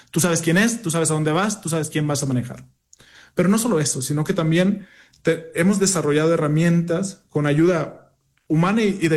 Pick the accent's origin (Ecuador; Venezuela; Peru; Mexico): Mexico; Matamoros, Tamaulipas; moved away; Yo soy de Matamoros.